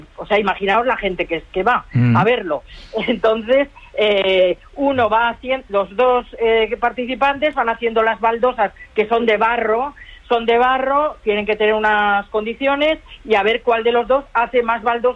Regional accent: Zaragoza, Aragon, Spain; now in Granollers, Spain; Yo soy de Zaragoza, pero hace muchos años que vivo aquí.

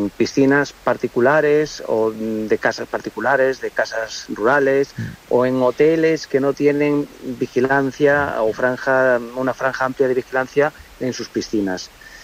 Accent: Galicia, Spain; mira, yo soy de Galicia, estamos teniendo temperaturas en Galicia que son, una barbaridad en comparación con la fecha y con otros años.

